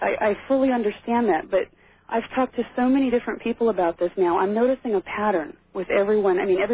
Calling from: Minneapolis, Minnesota, United States; I'm calling from the Minneapolis-St. Paul area.

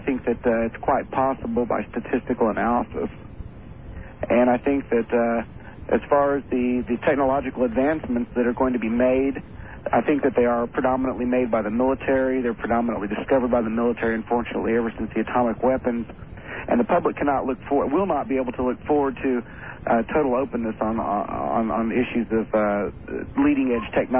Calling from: Oklahoma City, Oklahoma, United States; I'm calling from Oklahoma City, Oklahoma.

